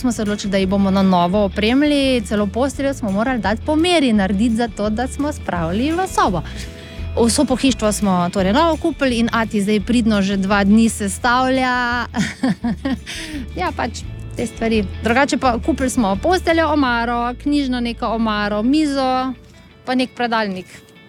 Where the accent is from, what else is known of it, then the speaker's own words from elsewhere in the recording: Šentjur, Savinja, Slovenia; Ja, mi smo iz Šentjurja pri Celju, tako da v Šentjurju smo naložili avto, ja, in potem se pripeljali v Ljubljano.